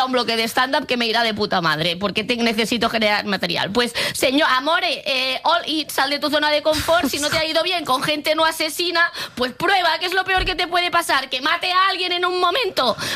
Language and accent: Spanish; Andalusia, Spain; Aquí sí que soy andaluza.